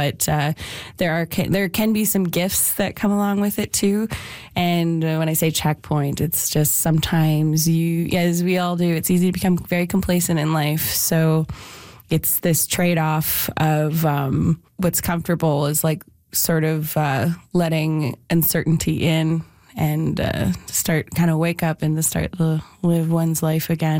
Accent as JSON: {"language": "English", "town": "Calgary", "region": "Alberta", "country": "Canada", "said": "I come from Calgary, Alberta, and I'm a singer-songwriter."}